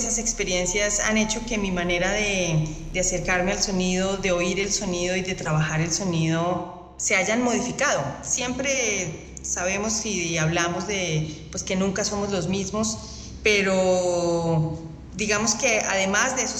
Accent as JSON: {"language": "Spanish", "country": "Colombia", "said": "soy artista sonora, soy compositora colombiana."}